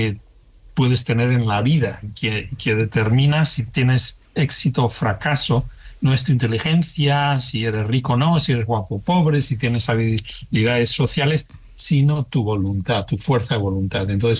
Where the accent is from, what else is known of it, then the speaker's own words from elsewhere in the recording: Spain; moved away as an adult; now in United States; Yo soy español de pura cepa y pues eso, buen futbolero y madridista además.